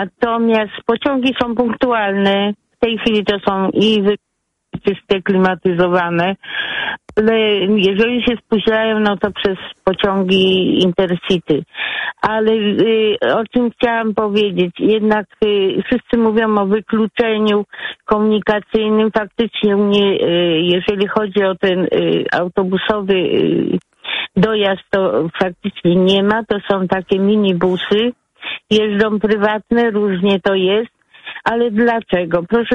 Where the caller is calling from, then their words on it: Masovian Voivodeship, Poland; No ja jestem spod Radomia, niedaleko Radomia.